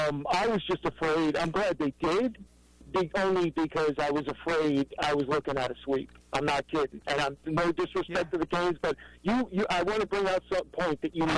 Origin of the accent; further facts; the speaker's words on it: New York, United States; born there; I was born in New York, so I'm a Yankee fan, but I do love going to Camden Yards.